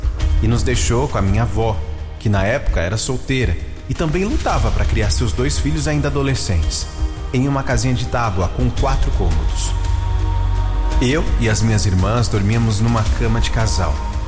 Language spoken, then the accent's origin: Portuguese; Ilhéus, Bahia, Brazil; born or raised there